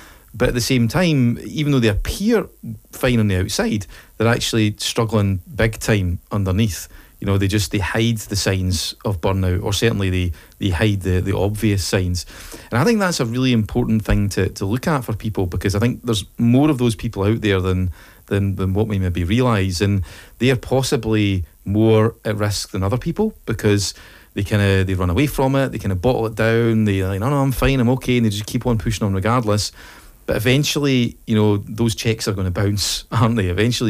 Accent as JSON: {"language": "English", "town": "Falkirk", "region": "Scotland", "country": "United Kingdom", "moved": "yes", "said": "I'm originally from Falkirk"}